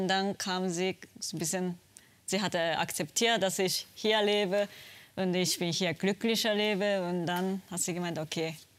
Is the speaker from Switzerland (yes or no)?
no; Japan; German is a second language; now in Germany; Und dann sage ich Japan und alle sagen, oh ja, ich liebe dort.